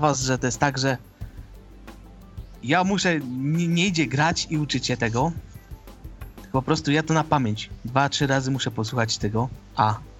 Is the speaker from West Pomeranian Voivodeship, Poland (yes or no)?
no; Silesian Voivodeship, Poland; U nas na Śląsku